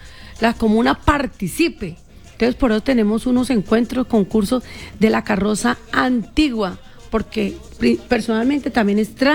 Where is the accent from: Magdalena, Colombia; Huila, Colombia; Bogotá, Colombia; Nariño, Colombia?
Huila, Colombia; somos esencia tradicional huilense, eso es lo que nos hace lindos para todos los de Huila